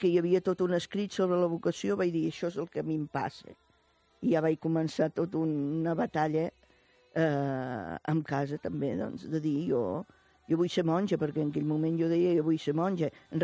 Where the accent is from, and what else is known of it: Reus, Catalonia, Spain